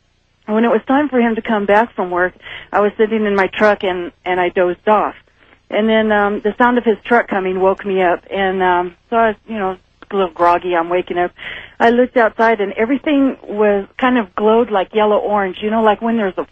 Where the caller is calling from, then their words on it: Carson City, Nevada, United States; hi. I'm calling from Carson City.